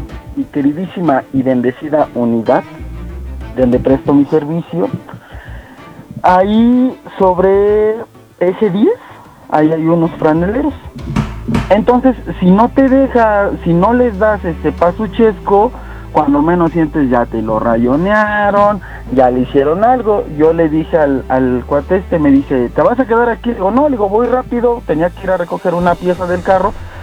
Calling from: Mexico City, Mexico

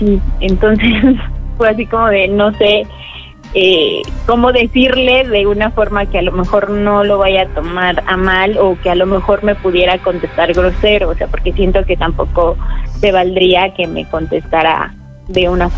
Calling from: Mexico City, Mexico; Sí, soy de la alcaldía de Iztapalapa.

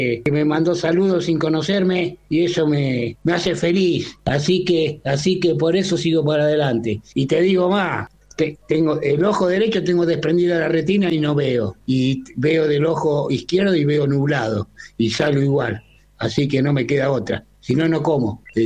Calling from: Argentina; de Ránera

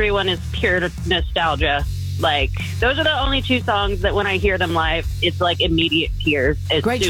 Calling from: Fayetteville, United States; I'm from Fayetteville.

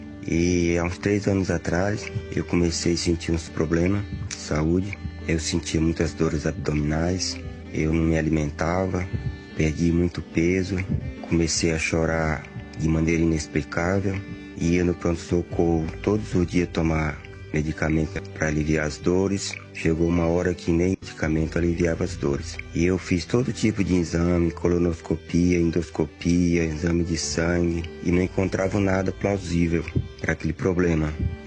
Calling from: Carapicuíba, São Paulo, Brazil; sou aqui de Carapicuíba.

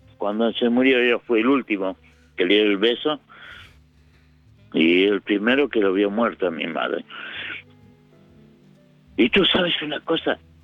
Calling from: Longchamps, Buenos Aires Province, Argentina; Soy de Longchamp.

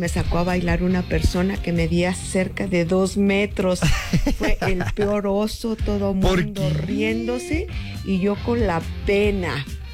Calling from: Metepec, State of Mexico, Mexico; de Metepec.

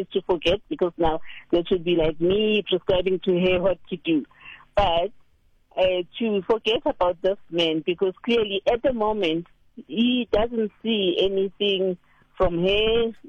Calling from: Pietermaritzburg, KwaZulu-Natal, South Africa; I'm from Pietermaritzburg.

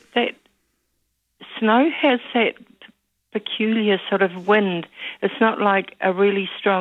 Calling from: Dunedin, Otago, New Zealand

